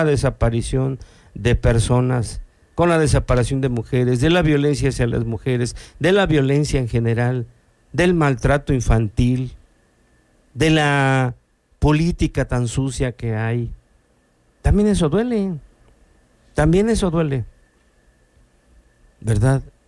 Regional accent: Tehuacán, Puebla, Mexico; primero como tehuacaneros, como poblanos y como mexicanos

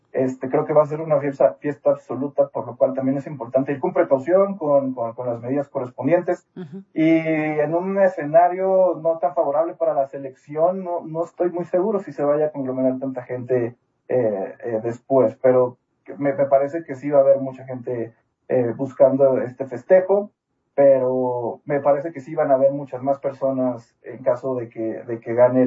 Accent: Mexico; es una buena manera de expresar esa emoción que tenemos aquí como mexicanos de tener este evento histórico.

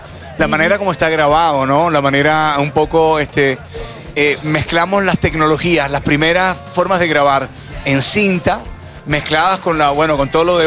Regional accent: Caribbean Region, Colombia; nosotros somos tropicales del Caribe

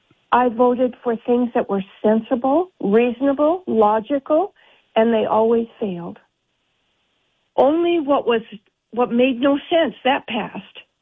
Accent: Oregon, United States; It's a great privilege, because I come from Oregon, where there's mail-in voting only.

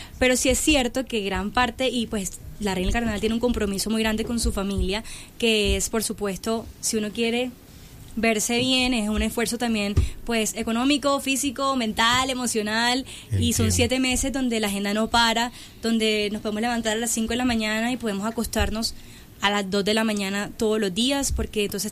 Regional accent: Barranquilla, Atlántico, Colombia; la barranquillera, de verdad, uno aprende primero a bailar.

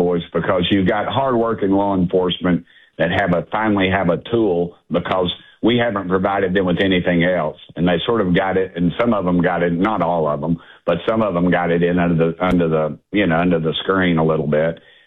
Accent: Knoxville, Tennessee, United States; It's like growing up in West Knoxville, where I grew up in when I was a kid.

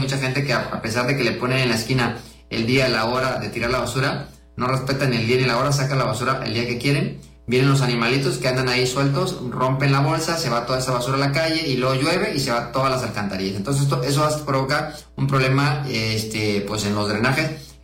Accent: Tuxtepec, Oaxaca, Mexico; queremos es hacer es un Tuxtepec mejor, un Tuxtepec bonito para todos los tuxtepecanos, porque yo soy nativo y a mí me duele aquí ver un Tuxtepec feo.

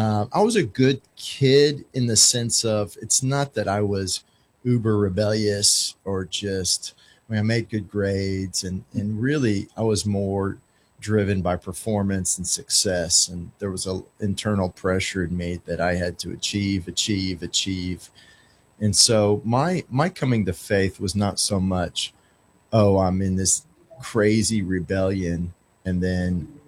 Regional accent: San Antonio, Texas, United States; Yeah, so I was born in Texas. I'm a Texan. Really grew up in San Antonio. That's where my formative years were

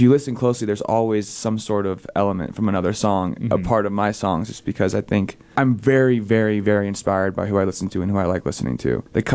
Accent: Anna Maria Island, Florida, United States; We're from Anna Maria Island, Bradenton in Florida.

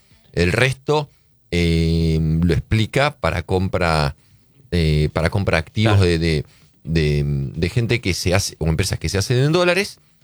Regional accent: Argentina; nos pasa a los argentinos?

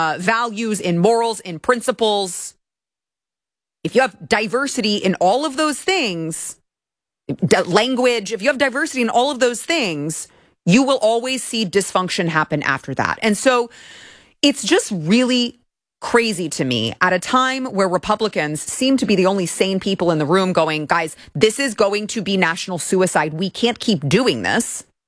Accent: United States; as an American

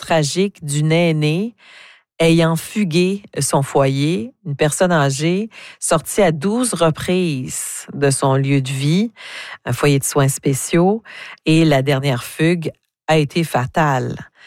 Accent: New Brunswick, Canada; chez nous, au Nouveau-Brunswick

